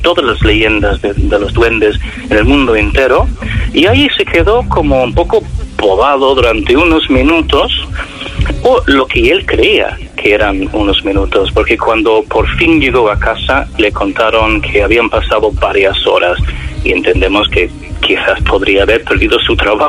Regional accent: United Kingdom; moved away; soy británico

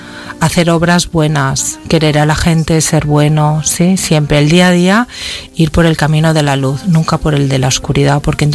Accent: Catalonia, Spain; Y soy española y soy catalana, pero yo ya no sé a veces qué decir cuando ¿de dónde eres?

